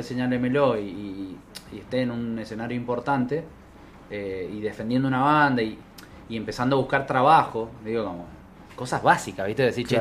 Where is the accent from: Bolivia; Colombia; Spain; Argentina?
Argentina; Mendoza; moved away; somos hermanos, que somos mendocinos